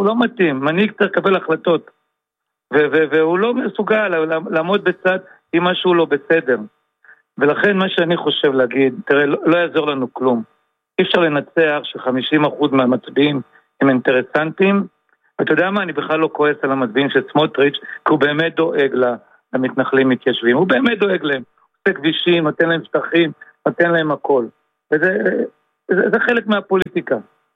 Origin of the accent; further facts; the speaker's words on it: Givat Olga, Haifa District, Israel; גם אני גדלתי בגבעת אולגה. אני גרתי אישית את משה כחלון. הכרתי הרבה אנשים אישית. אבל אף פעם לא הגענו לרמות כאלה נמוכות. אף פעם לא הגענו. גם אני גדלתי בפריפריה, כל חברה ימנים.